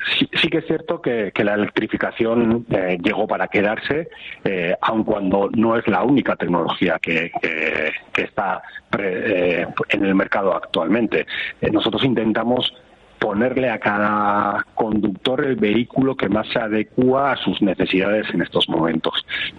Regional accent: Basque Country, Spain; el personal que lidera el proyecto, partiendo de mí y del resto del personal, somos todos de Euskadi.

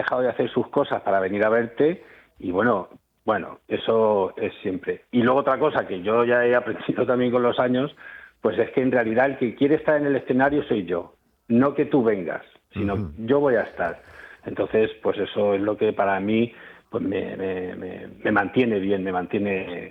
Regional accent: Albacete, Castilla-La Mancha, Spain; soy un cantautor de Albacete.

